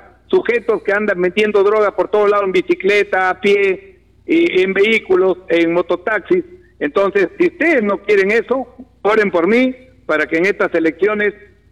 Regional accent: Olmos, Lambayeque, Peru; moved away

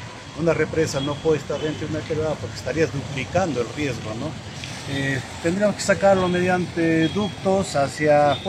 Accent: Huaraz, Ancash, Peru; graduado acá en la Universidad Nacional de Ancash, Santiago Antunes de Mayolo. También la secundaria y la primaria lo he hecho acá, soy huaracino neto.

